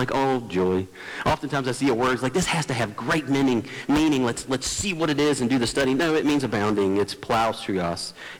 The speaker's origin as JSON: {"language": "English", "region": "West Virginia", "country": "United States", "said": "She said, you know, where are you from? I'm from West Virginia."}